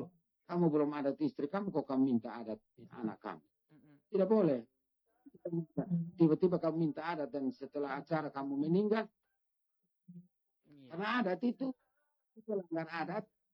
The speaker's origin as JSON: {"language": "Indonesian", "region": "East Nusa Tenggara", "country": "Indonesia", "said": "kalau tradisi saya kan orang Hamanuban, jadi saya tidak boleh minta adat lebih dari istri saya."}